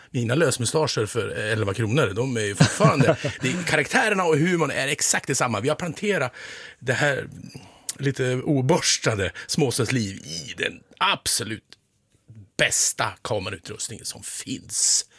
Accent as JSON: {"language": "Swedish", "region": "Gävleborg County", "country": "Sweden", "said": "där hemma i Hälsingland"}